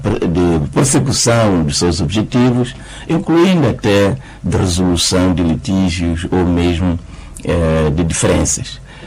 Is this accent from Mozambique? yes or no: yes; Mozambique; para que todos nós, como moçambicanos, continuemos a ter orgulho de sermos moçambicanos